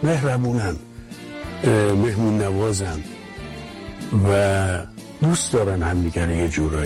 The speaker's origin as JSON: {"language": "Persian", "country": "Iran", "moved": "yes", "said": "آرزوم اینه که یه روزی قبل که همه چی تموم بشه سن بتونم ایران برم و تو وطنم باشم."}